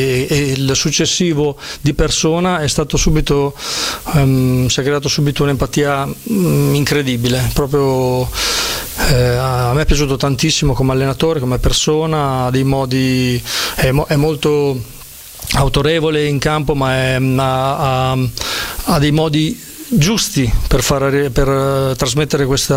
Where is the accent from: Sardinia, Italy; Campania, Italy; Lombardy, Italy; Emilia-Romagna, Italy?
Emilia-Romagna, Italy; Sasso Marconi; io sono di Sasso Marconi, no? Quindi un paesino piccolo, tantissimi tifosi del Bologna, se non tutti